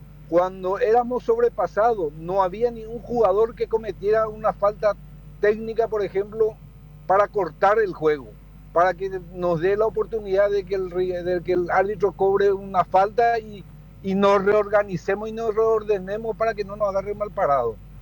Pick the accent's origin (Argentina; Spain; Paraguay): Paraguay; nosotros como paraguayos